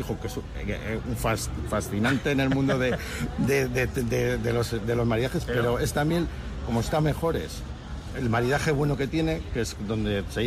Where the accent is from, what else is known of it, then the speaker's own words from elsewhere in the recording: Legutiano, Basque Country, Spain; Hola, buenas. … de Villarreal, de Legutiano.